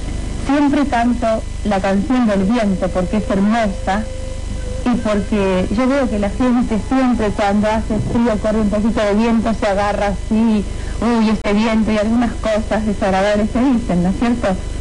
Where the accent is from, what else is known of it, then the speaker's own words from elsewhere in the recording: Mapuche territory, Argentina; Yo soy mapuche.